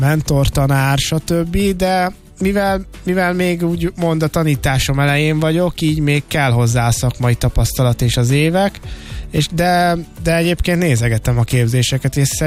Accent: Hungary; now in Budapest, Hungary; Tényleg én mondhatom azt, hogy Pestre egy úgymond vidékiként érkeztem, és azért azt tudni kell, hogy ez egy ilyen íratlan szabály, hogy azért vidéken nem olyan magas a zenei képzés, mint Budapesten

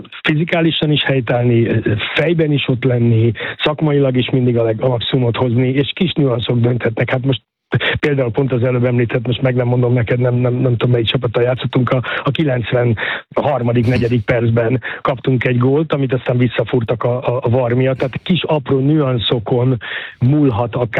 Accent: Budapest, Hungary; born there; én Kőbányán születtem, nekem … az úgy furcsa hangzik az én számból

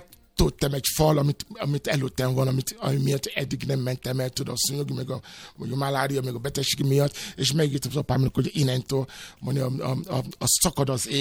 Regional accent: Nigeria; first language Yoruba; Hungarian is a second language; now in Hungary; mert én többet értem a Magyarországon, mint a saját otthon, ahol születtem.

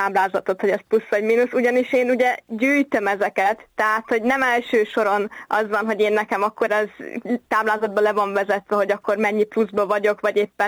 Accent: Hungary; Így van, de hát ugye magyarok vagyunk

